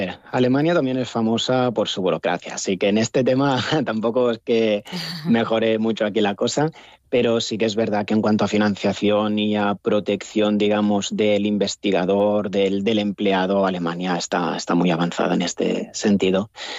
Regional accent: Spain; now in Bonn, Germany; Entonces, yo no soy el único español aquí en Bonn, es que me he encontrado un montón, españoles, italianos

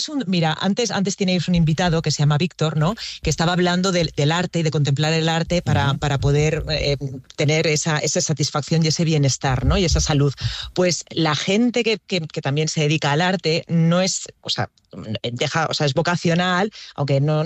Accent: Valencian Community, Spain; yo soy de Baiduxó, que es un pueblo que está rodeado de montañas y que tiene el mar muy, muy, muy, muy cerquita, en Moncófar, Chilches, Burriana, Nules

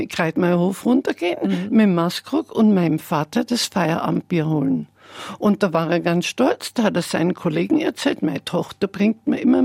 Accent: Munich, Bavaria, Germany; Ja, also in der Straße, wo ich groß geworden bin, hier in der Max-Vorstadt, um die Ecke praktisch, da waren drei Wirtshäuser.

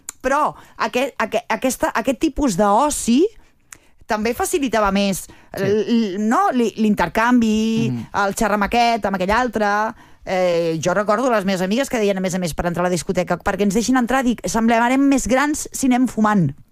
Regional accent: Barcelona, Catalonia, Spain; Jo que sóc de Barcelona. A Barcelona n'hi havia un fotimer de discoteques de divendres a la tarda.

